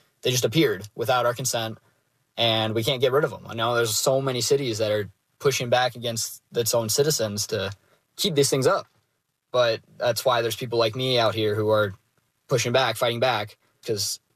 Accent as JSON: {"language": "English", "town": "Minneapolis", "region": "Minnesota", "country": "United States", "said": "I'm from Minneapolis"}